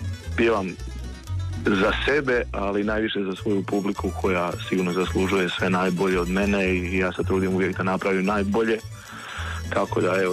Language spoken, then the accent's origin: Croatian; Slavonia, Croatia; pjesme su nekako zavičajne, pogotovo Slavonija, a čak ćemo mi drugo pjeva Slavonci nego o Slavoniji, kao što Dalmatinci pjeva o svojoj Dalmaciji, tako i mi